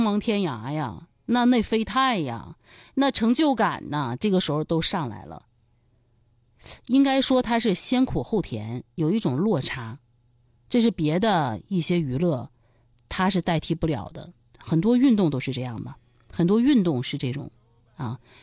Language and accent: Chinese; Harbin, Heilongjiang, China; moved away; 我哈尔滨人，我家给我邮来的，